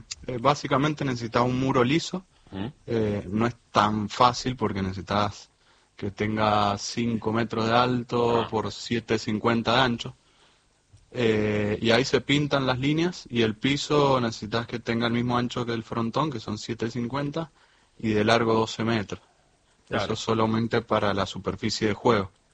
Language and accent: Spanish; Guaymallén, Mendoza, Argentina